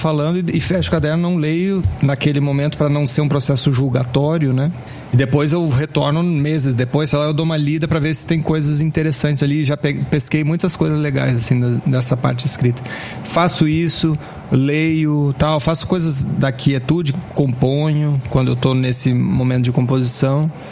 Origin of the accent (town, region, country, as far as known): Rio Grande do Sul, Brazil; born or raised there; also born or lived in Brasília, Brazil